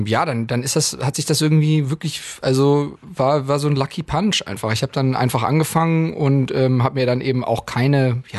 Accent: Hanover, Lower Saxony, Germany; moved away as an adult; now in Cologne, Germany; Aus Hannover

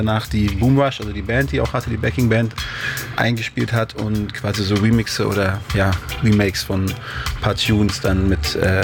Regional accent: Fulda, Hesse, Germany; also born or lived in Berlin; Ich komme eigentlich aus Berlin, aber habe meine Jugend in Fulda verbracht, in Hessen.

